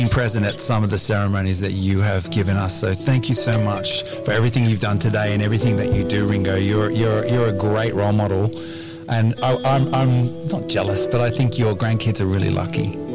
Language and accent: English; Sydney, New South Wales, Australia; I grew up on Botany Bay, and I grew up as a teenager, like on the coast here, like on all the beaches.